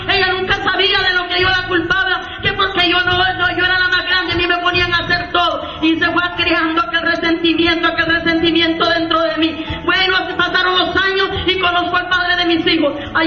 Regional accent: El Salvador; moved away as an adult; Aleluya, soy del Salvador, bendito sea su nombre para siempre, aleluya. Y me crié allá por una isla y de allá tuve que dejar a mis hijos.

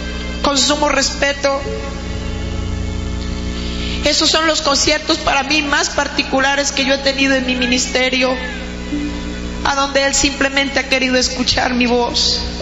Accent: Colombia; Dios ha traído un mover muy especial en mi país.

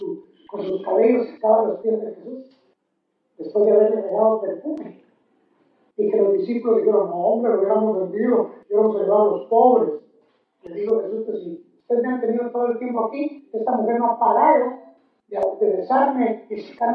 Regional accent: Guatemala; Fíjense que en mi país, Guatemala, usted quiere comer algo, solo tiene que hacer esto, miren, miren, solo eso, miren.

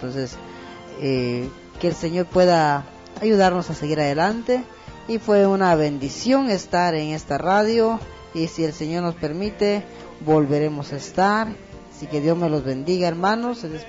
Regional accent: El Tumbador, San Marcos, Guatemala; now in San Pablo, Guatemala; Y pues nosotros estamos en el sector El Trébol de San Pablo, San Marcos. Pues somos originarios del Plan de la Gloria, El Tumbador.

